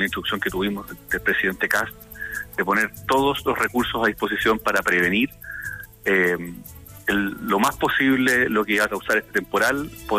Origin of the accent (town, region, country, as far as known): Santiago, Santiago Metropolitan Region, Chile